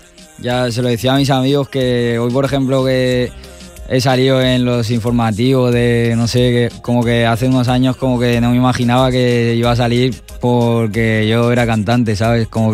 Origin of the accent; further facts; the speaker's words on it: Aldaya, Valencian Community, Spain; Yo creo que sobre todo empecé inspirándome en Valencia, o sea, yo en aquí, en Aldaya, en mi pueblo